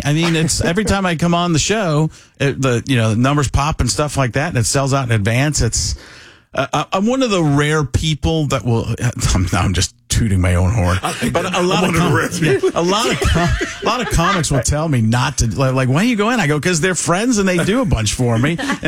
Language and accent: English; Waukesha, Wisconsin, United States; I'm from Waukesha, Wisconsin, probably 40 minutes away from there.